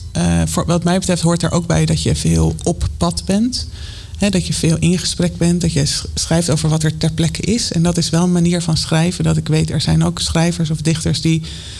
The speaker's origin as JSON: {"language": "Dutch", "town": "Amsterdam", "region": "North Holland", "country": "Netherlands", "tie": "born or raised there", "moved": "as an adult", "lives_now": "Baarn, Netherlands", "said": "En ik ben dus echt geboren en getogen in Amsterdam"}